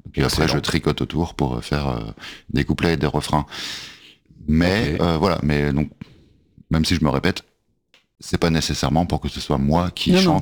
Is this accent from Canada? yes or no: no; Southern France, France; accent: southern French; Et pourquoi j'ai l'accent du sud, je sais pas.